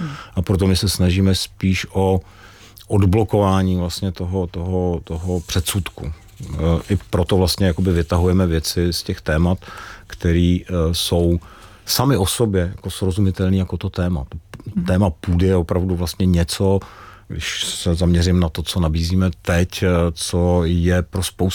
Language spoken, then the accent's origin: Czech; Aš, Karlovy Vary Region, Czechia; Já jsem teda z Aše